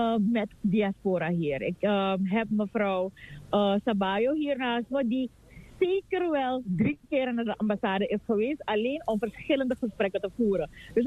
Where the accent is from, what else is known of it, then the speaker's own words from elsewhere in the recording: Suriname; Omdat we eigenlijk als Surinamer overal ter wereld, maar ook vooral in Suriname, moeten vieren wie we zijn.